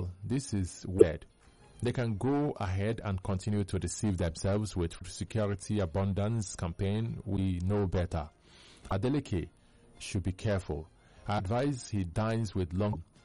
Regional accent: South, Nigeria; I'm from South, but I don't believe in tribal.

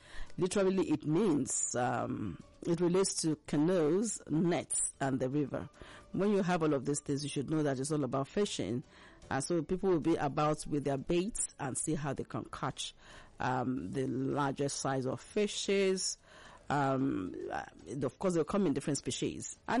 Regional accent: Akwa Ibom, Nigeria; I am a Nigerian. Forget the fact that I hail from Akwa Ibom, I got married somebody from Abia.

